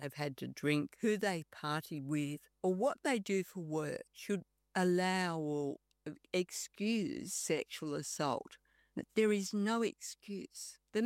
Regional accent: Newcastle, New South Wales, Australia; I mean, I come from a working class background. I grew up in Newcastle and I'm proud of being from Newcastle.

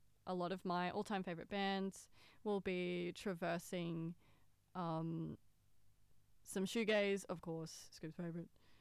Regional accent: Newcastle, New South Wales, Australia; I grew up in Newcastle, New South Wales, and so I don't know, I feel like hipsters and indie music was like a big thing back then

